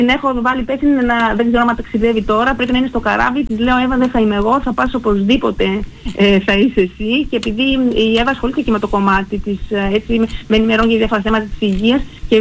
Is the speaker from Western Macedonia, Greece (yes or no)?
yes; Florina, Western Macedonia, Greece; χωρίς είμαι βουνίσια, κατάγομαι από τη Φλόρινα